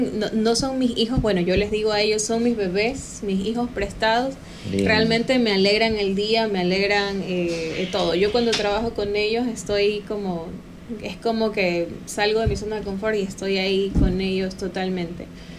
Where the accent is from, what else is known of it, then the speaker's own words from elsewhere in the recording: Guayaquil, Guayas, Ecuador; accent: guayaco; Yo estudié en Guayaquil, viví casi toda mi vida en Guayaquil.